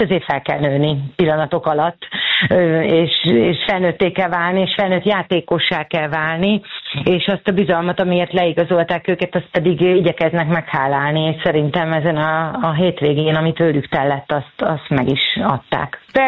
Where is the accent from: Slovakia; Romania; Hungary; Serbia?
Hungary; természetesen magyarként annak örültünk volna, hogyha Győr nyeri ezt a Bajnokok Ligáját